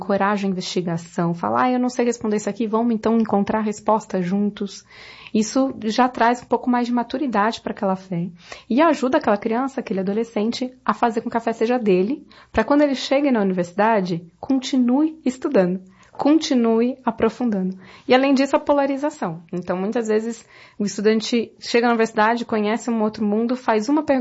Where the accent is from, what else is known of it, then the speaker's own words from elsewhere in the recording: São Paulo, Brazil; Olá! Bom, eu sou de São Paulo, casada já há 14 anos com o Lucas, que é meu amigo de escola.